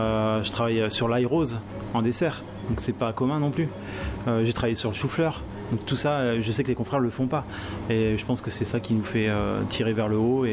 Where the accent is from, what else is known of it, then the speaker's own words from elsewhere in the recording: Normandy, France; Alors moi, je suis normand et j'ai beaucoup voyagé.